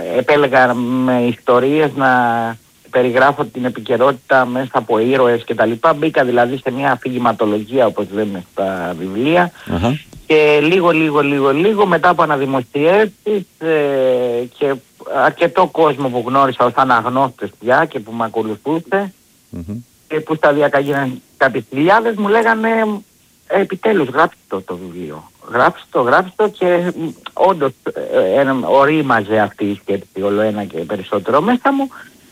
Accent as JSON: {"language": "Greek", "town": "Corfu", "region": "Ionian Islands", "country": "Greece", "tie": "born or raised there", "also_born_or_lived": "Sparta", "said": "Ναι, γεννήθηκα στη Σπάρτη και 5 ετών ήρθα στην Κέρκυρα."}